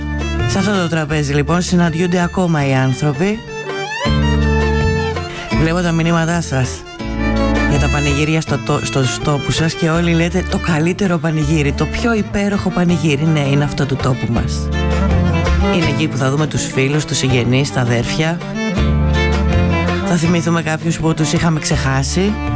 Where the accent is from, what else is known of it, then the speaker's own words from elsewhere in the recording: Ikaria, North Aegean, Greece; born there; εκεί στον τόπο μου στην Ικαριά